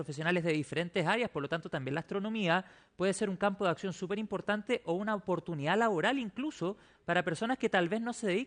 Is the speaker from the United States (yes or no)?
no; Chile; es sumamente importante que, como chilenos, dado el potencial astronómico que tiene nuestro país, nos hagamos parte